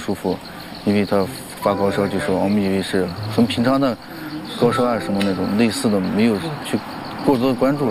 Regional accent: Ili, Xinjiang, China; moved away as an adult; now in Hami, China; 那我的老家是伊犁的，距离有哈密有1200多公里

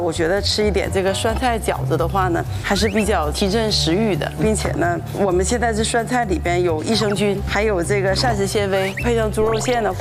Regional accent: Yingkou, Liaoning, China; 我是来自东北辽宁营口，

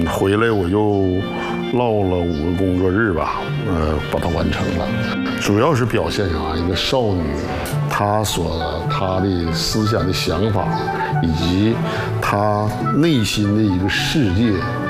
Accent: Changchun, Jilin, China; 我是土生土长的长春人嘛，深知长春这座城市的底蕴和岁月的变迁。

